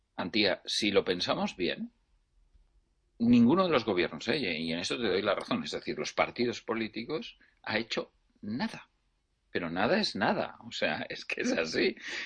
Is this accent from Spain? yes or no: yes; Zaragoza, Aragon, Spain; moved away; si yo volviera a mi ciudad natal, que es Zaragoza, yo desearía vivir donde había vivido toda mi vida